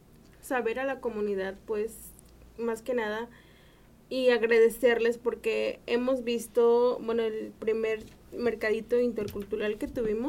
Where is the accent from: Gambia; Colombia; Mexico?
Mexico; Guerrero; Soy del estado de Guerrero.